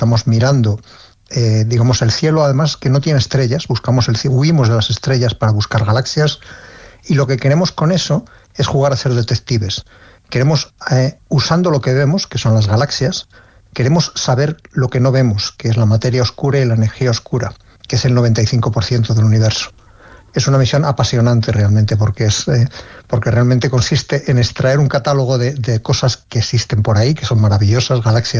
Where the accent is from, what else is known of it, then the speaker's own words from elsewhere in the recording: Ávila, Castile and León, Spain; Sí, yo soy de Ávila y en Ávila tenemos unos cielos envidiables, de hecho tenemos reservas Starlight